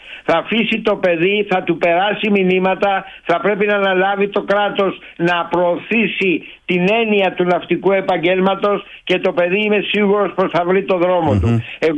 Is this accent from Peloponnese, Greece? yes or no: no; Chios, North Aegean, Greece; Ηχείος είναι η πατρίδα μου.